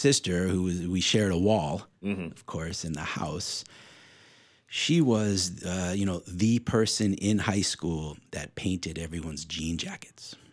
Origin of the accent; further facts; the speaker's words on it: New York, United States; I lived in New York, of course. I grew up in New York, and you know, my grandma lived with us. It's very old school, kind of Italian thing.